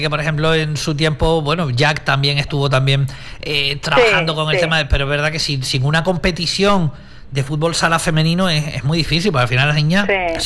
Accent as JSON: {"language": "Spanish", "town": "Playa Blanca", "region": "Canary Islands", "country": "Spain", "said": "soy de abajo de Playa Blanca"}